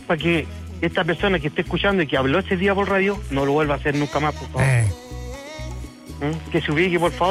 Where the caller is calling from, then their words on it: Las Condes, Santiago Metropolitan Region, Chile; Sí, de Las Condes. Yo también vivo aquí en Las Condes.